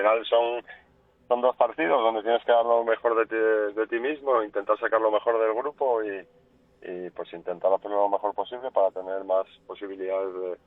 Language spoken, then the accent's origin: Spanish; Cantabria, Spain; yo soy cántabro, jugué varios años en tercera y en Cantabria